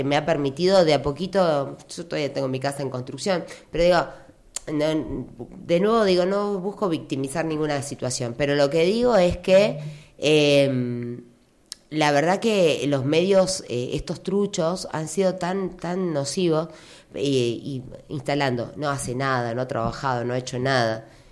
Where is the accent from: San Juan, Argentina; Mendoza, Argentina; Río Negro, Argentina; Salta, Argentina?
Río Negro, Argentina; Allen; somos el corazón de Vaca Muerta, porque somos los mayores productores